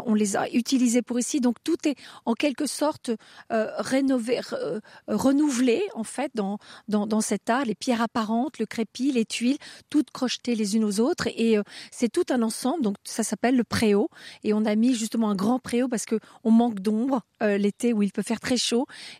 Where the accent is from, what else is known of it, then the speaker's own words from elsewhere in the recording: Fronsac, Nouvelle-Aquitaine, France; je suis née ici à Fronsac et je dors actuellement dans la chambre dans laquelle je suis.